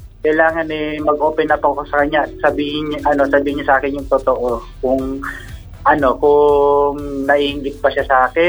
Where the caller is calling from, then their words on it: Taguig, Metro Manila, Philippines; ng Taguig.